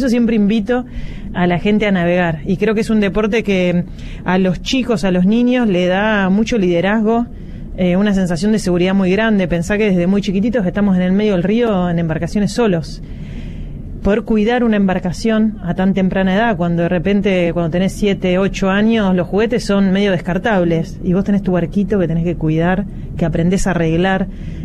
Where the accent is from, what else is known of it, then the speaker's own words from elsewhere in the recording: Rosario, Santa Fe, Argentina; Soy una rosarina que ha recorrido el mundo gracias al deporte.